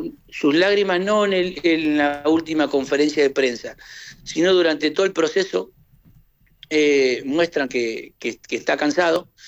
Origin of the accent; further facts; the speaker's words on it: Argentina; cómo somos los argentinos. Los argentinos somos gente de una economía muy endeble, muy complicada